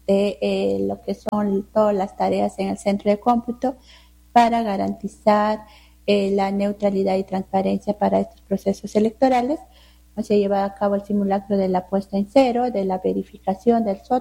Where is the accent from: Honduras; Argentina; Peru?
Peru